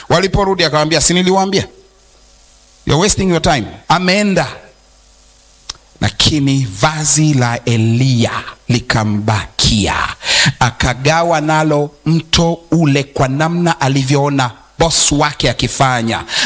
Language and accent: Swahili; Mara, Tanzania; born there; mimi ni mzaliwa wa Mara.